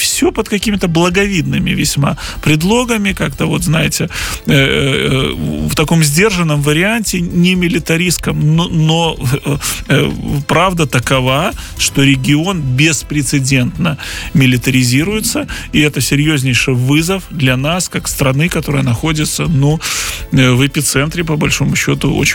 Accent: Belarus

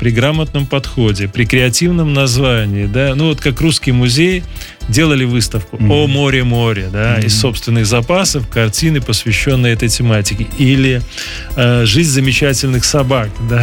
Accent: Belarus; Мы, белорусы, любим свою культуру

